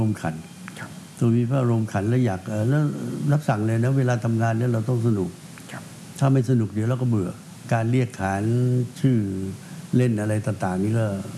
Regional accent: Phetchaburi, Thailand; ผมเป็นคนเพชรบุรี

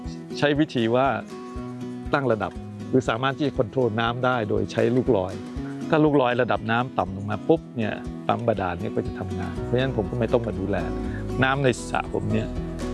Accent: Lang Suan, Chumphon, Thailand; born there; ผมเกิดที่อำเภอหลังสวนจังหวัดชุมพรนี่แหละครับก็คือชาวสวน

